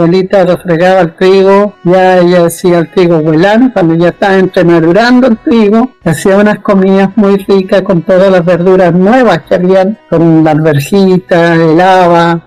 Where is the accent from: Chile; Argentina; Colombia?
Chile; moved away; also born or lived in Santiago; hace ya un poco más de 2 años que estoy acá en Arcilla. Volví a mi terruño.